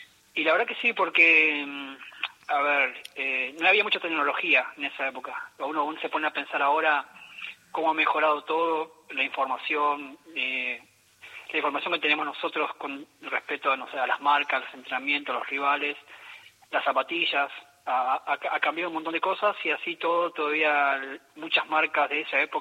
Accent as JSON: {"language": "Spanish", "region": "Entre Ríos", "country": "Argentina", "tie": "born or raised there", "said": "9 de julio Villaguay, que está cerca de mi pueblo"}